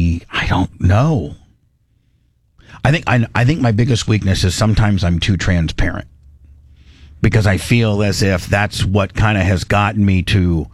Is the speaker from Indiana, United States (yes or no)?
yes; Indiana, United States; Now, growing up in Indiana is just a whole thing in itself.